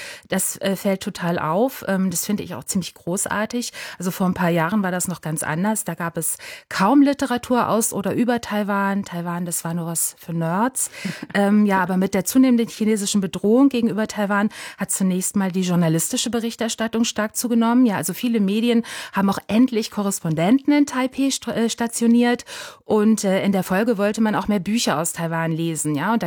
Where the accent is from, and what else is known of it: Germany